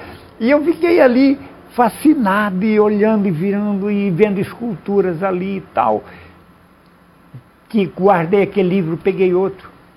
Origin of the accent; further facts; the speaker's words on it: Santa Albertina, São Paulo, Brazil; Eu nasci em Santa Albertina, e bem na divisa ali de Minas Gerais, o Rio Grande.